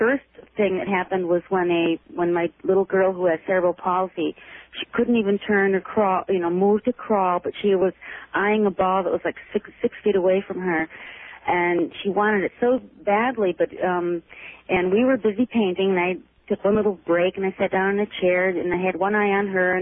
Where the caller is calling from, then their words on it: Jamestown, New York, United States; I'm calling from Jamestown, New York.